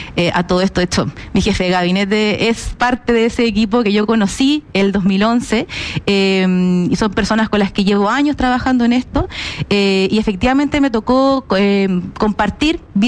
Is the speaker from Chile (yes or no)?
yes; Valparaíso, Chile; now in Santiago, Chile; Pero efectivamente mis primeros años siempre fueron en Valparaíso. Yo soy porteña, así que le tengo un cariño.